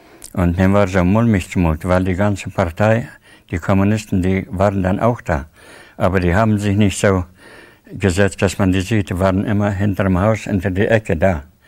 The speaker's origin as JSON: {"language": "German", "country": "Tajikistan", "tie": "born or raised there", "said": "Ich komme aus Tadschikistan und bin dort auch geboren, 1937. Und meine Eltern wurden dort hingesiedelt, also zwangsmäßig, an die 35."}